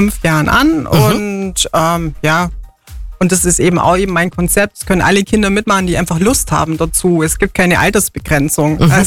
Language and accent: German; Allgäu, Germany; weil ich war auch eine Allgäuerin eben